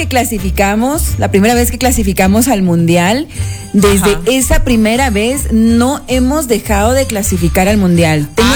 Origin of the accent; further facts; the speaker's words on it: Ecuador; Yo sé que porque somos ecuatorianas